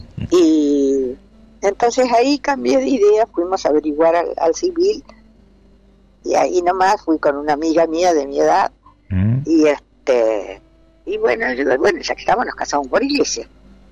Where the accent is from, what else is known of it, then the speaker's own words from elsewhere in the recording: Lucas González, Entre Ríos, Argentina; born there; also born or lived in Buenos Aires; yo soy nacida en Lucas